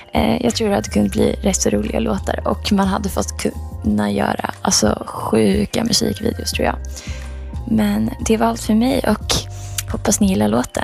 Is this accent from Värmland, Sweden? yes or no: no; Uppsala, Uppsala County, Sweden; now in Stockholm, Sweden; Jag är 22 år och jag kommer från Uppsala, Sverige.